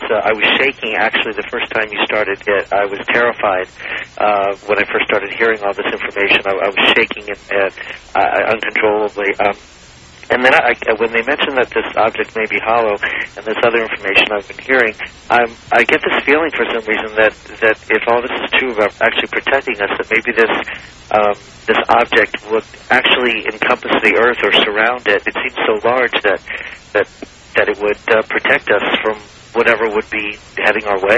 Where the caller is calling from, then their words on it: Las Vegas, Nevada, United States; in Las Vegas.